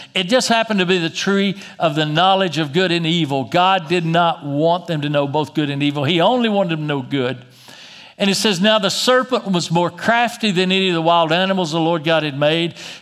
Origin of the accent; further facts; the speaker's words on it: Plano, Texas, United States; I grew up in Plano, so I can talk about us. But Plano people are different.